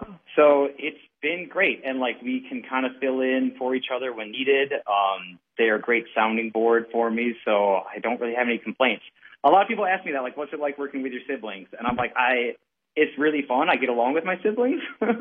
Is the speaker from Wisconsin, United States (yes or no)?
yes; La Crosse, Wisconsin, United States; moved away as an adult; I grew up in La Crosse and I grew up coming to this theater. And then when I moved back here in about 2016